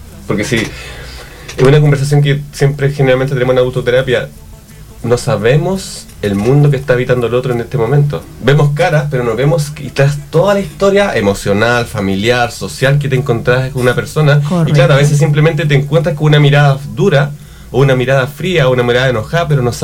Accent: Germany; Spanish is a second language; Solo soy alemana y tengo este tono.

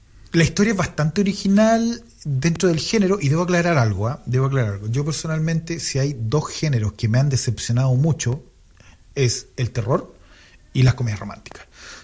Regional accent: Chile; Que soy chileno. Ya. No, es serio.

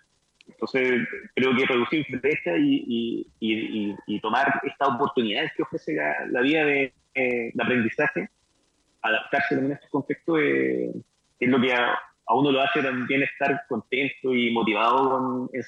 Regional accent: Santiago, Santiago Metropolitan Region, Chile; cuando era pequeño, estudiando acá en Cerro Navia. Yo, además de trabajar en Cerro Navia, soy de acá en Cerro Navia. Hoy en día no vivo acá en Cerro Navia

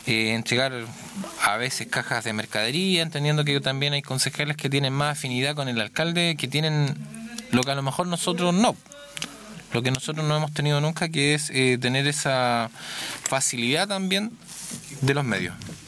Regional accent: San Nicolás, Ñuble, Chile; porque hay tres … la comuna, de Rari, Paso Rari y de San Nicolás. Yo soy de los de San Nicolás.

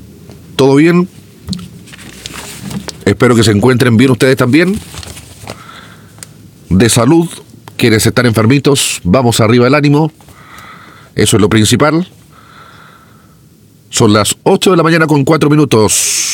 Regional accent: Chile; nos involucra a todos como chilenos y chilenas.

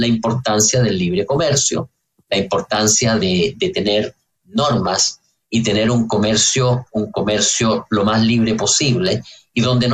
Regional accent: Chile

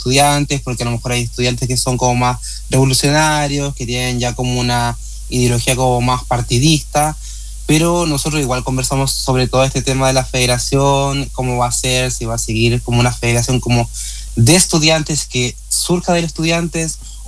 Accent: Puerto Aysén, Aysén, Chile; yo soy de Puerto Aysén, yo tengo que viajar todos los días a Coyhaique

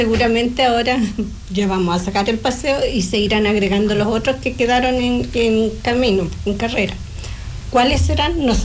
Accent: Santiago, Santiago Metropolitan Region, Chile; moved away as an adult; now in Coyhaique, Chile

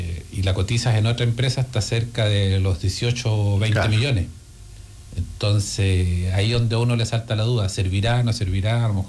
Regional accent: Patagonia, Chile; como buenos chilenos, no sé si de Arica a Punta Arenas o hablemos como buenos patagones

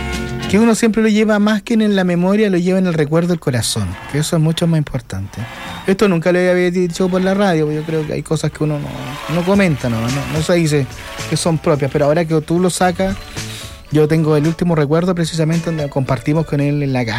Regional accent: San Carlos, Ñuble, Chile; Son de San Carlos, mi tierra natal, sí.

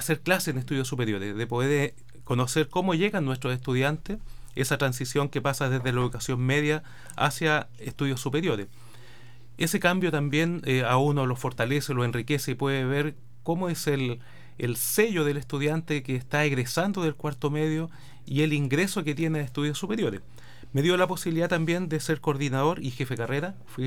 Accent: Iquique, Tarapacá, Chile; moved away as an adult; also born or lived in Santiago; now in San Javier, Chile; Yo vengo de Iquique, por lo tanto soy nortino, vengo de Iquique. Allá fue toda mi formación y laboral y también mi experiencia académica.

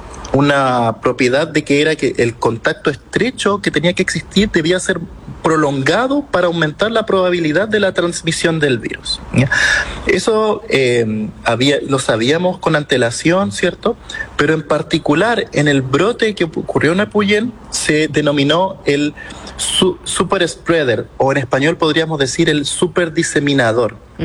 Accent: Chile; para nosotros como chilenos

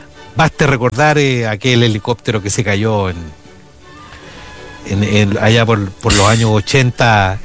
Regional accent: Punta Arenas, Magallanes, Chile; yo soy de Punta Arenas. Yo siempre he conocido gente que va a trabajar de Punta Arenas a las Malvinas.

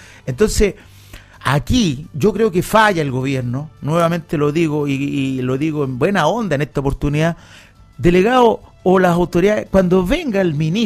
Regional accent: Los Andes, Valparaíso, Chile; yo soy andino, como lo dije recién, nací en Los Andes, en la provincia de Los Andes, nací en el Hospital San Juan de Dios.

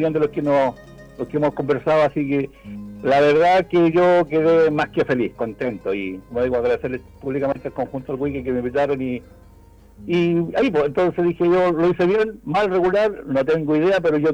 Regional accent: Chile; nosotros como chilenos

